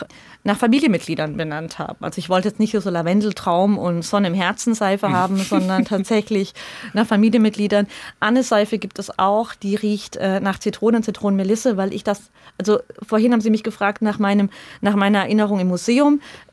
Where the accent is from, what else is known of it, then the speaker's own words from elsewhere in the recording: Bavaria, Germany; now in Stadelhofen, Germany; Ich bin ja auch in der Nähe aufgewachsen tatsächlich und habe es dann durch Heirat in die Kreisstadt geschafft, wenn man so sehen will.